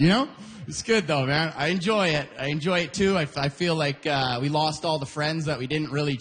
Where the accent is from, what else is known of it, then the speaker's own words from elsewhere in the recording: Alberta, Canada; I lost 3 friends just because I'm from Alberta